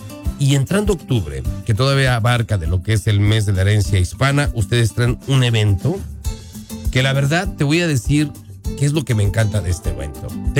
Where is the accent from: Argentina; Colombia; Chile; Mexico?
Mexico; muchos países hermanos, incluyendo nosotros como mexicanos.